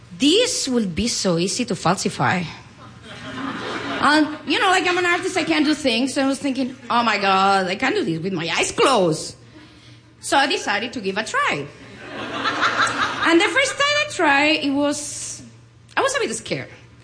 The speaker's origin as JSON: {"language": "English", "country": "Spain", "second_language": "English", "said": "I'm from Spain, so I'm going to let you know how the Spaniards are. The Spaniards, we love to get things for free."}